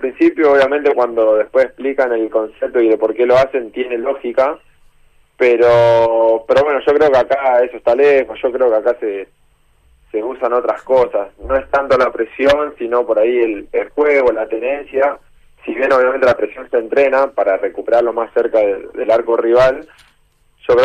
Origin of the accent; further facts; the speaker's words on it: Santa Fe Province, Santa Fe, Argentina; Bueno, nosotros somos de Santa Fe, claro. Vivimos cerca de Rosario